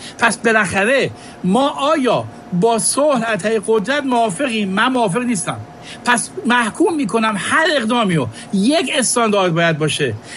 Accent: Iran; ما ایرانیم، در حکومت ایران هم نیستیم.

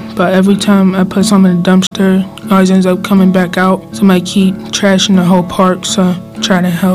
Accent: Pittsburgh, Pennsylvania, United States; I'm 13. I'm from the Hill District, and I go to Shirley Classical Academy.

